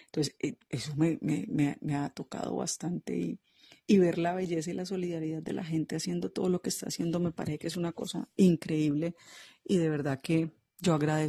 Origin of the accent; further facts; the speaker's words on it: Colombia; reconocernos como colombianos